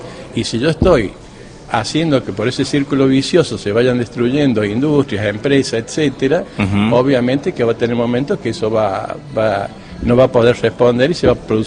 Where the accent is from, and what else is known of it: Argentina